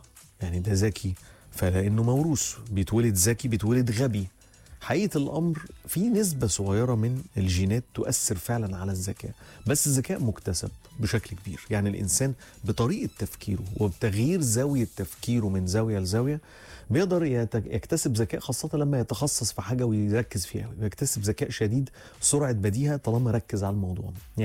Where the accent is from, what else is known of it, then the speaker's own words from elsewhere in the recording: Egypt; هيضحكوا جامد على حالنا مش كمصريين